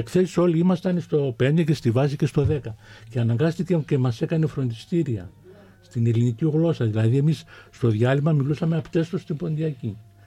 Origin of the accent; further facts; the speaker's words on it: Greece; first language Pontic Greek; Ναι, φυσικός ομιλητής. Δηλαδή έτσι. Εγώ γεννήθηκα μιλούσα ποντιακά.